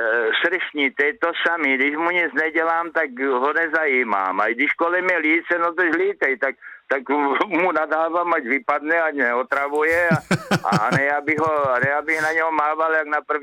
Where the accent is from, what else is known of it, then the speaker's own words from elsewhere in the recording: Machová, Zlín Region, Czechia; now in Tlumačov, Czech Republic; Rodák z Machové.